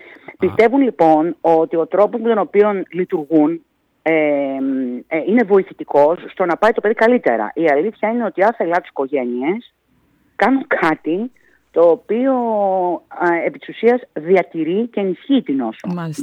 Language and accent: Greek; Thessaloniki, Central Macedonia, Greece; Βέβαια, γιατί τότε εμείς είμαι Θεσσαλονικιά, γι' αυτό το λέω.